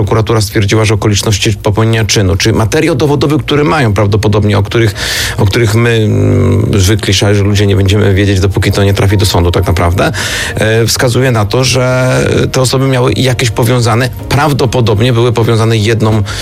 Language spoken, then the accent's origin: Polish; Kraków, Lesser Poland, Poland; Ja jestem Krakusem.